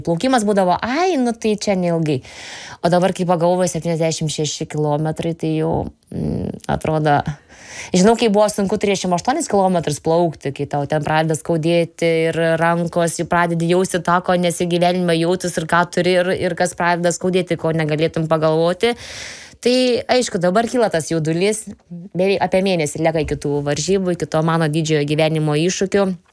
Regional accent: Panevėžys, Panevėžys County, Lithuania; aš garsinu ir Lietuvą, ir savo gimtąjį miestą Panevėžį.

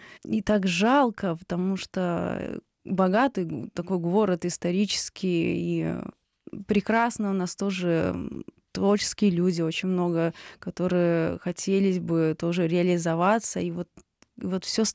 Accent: Ukraine; born there; Да, я родилась в Украине, но мои родители познакомились в Литве и начинали свою жизнь в Висогиносе городе.

